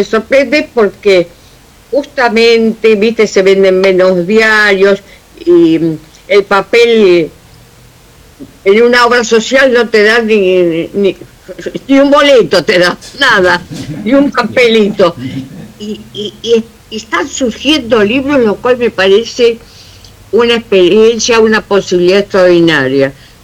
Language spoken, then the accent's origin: Spanish; Buenos Aires, Argentina; Yo trabajaba en Buenos Aires, porque siempre viví, soy porteña y siempre viví en Buenos Aires